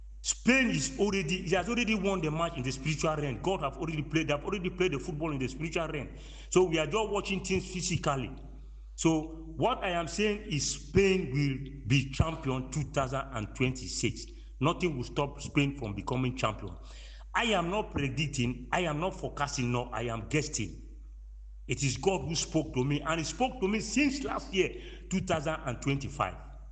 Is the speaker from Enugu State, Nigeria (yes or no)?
no; Amasere, Ebonyi, Nigeria; from Ebonyi State, Afriko local government, Amasere.